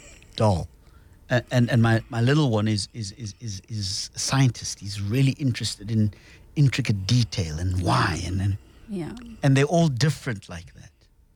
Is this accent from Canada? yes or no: no; Msinga, KwaZulu-Natal, South Africa; I am away from home. I'm originally from Kwamsinga, but I'm here for work.